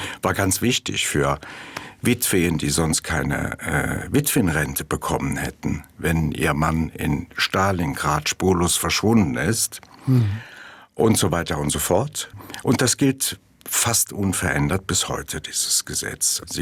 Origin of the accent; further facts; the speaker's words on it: Mayen, Rhineland-Palatinate, Germany; born there; Mayen, Eifel, meine Geburtsstadt.